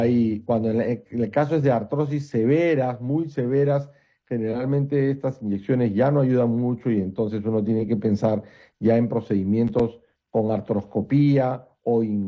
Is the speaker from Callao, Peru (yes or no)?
yes; Callao, Peru; Yo también soy del Callao